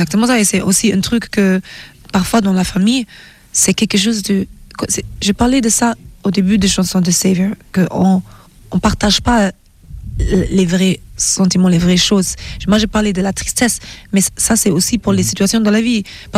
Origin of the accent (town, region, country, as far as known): Germany; born or raised there